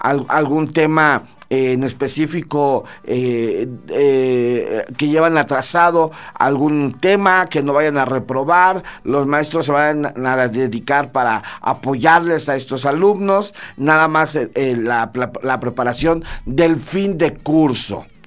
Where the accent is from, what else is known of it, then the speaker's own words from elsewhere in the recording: Mexico; como mexicano, pues te emociona